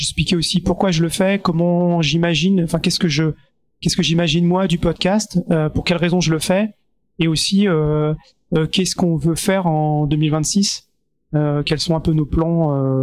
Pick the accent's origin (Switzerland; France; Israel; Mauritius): France; en tant que Français